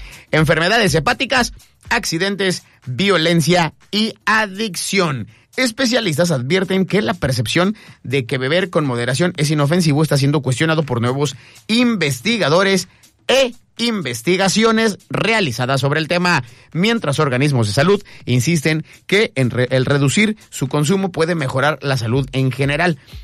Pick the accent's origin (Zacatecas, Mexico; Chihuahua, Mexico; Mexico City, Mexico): Mexico City, Mexico; moved away; allá en la Capirucha, de donde soy yo y en el Establo de México